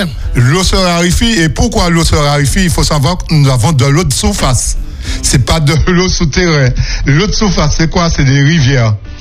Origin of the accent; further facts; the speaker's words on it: Fort-de-France, Martinique; moi, je suis de Fort-de-France.